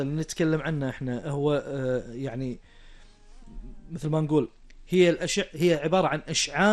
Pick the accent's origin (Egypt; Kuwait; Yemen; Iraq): Kuwait